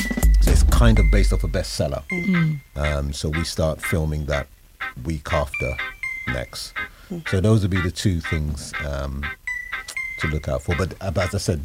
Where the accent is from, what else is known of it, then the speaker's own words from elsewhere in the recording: United Kingdom; as a British actor